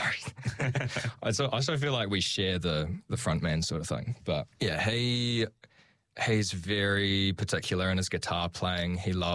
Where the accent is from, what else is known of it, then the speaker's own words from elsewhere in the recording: Invercargill, Southland, New Zealand; moved away as an adult; now in Christchurch, New Zealand; I'm actually from Invercargill, so I only met them when I moved up here to Christchurch.